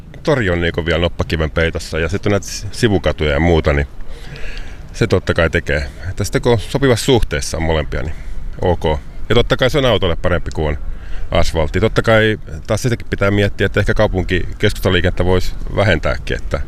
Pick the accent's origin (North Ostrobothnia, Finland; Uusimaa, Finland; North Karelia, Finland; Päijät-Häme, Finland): Päijät-Häme, Finland; Lahti; Lahdesta mäkin olen lähtöisin ja totta kai täällä on paljon tullut pyörittyä koko ikä.